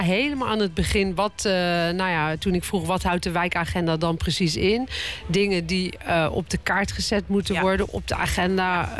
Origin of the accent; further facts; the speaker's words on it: The Hague, South Holland, Netherlands; Mijn oude wijkie waar ik ben opgegroeid. En waar ik een hele leuke tijd heb doorgebracht. Eerst meer bij de Leiweg en later meer bij het Leienburg ziekenhuis.